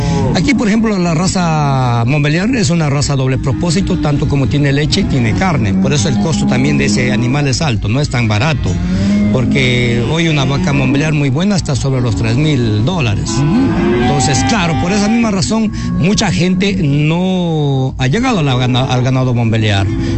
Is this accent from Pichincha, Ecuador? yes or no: no; Biblián, Cañar, Ecuador; moved away as an adult; now in Macas, Ecuador; yo vengo de la provincia del Cañar, Cantón Biureán. Soy ganadero, manejo ganado lechero. Vine en el 2017 aquí a Morona, Santiago. Estoy ubicado justamente aquí en el kilómetro 24 de la vía Macas Puyo.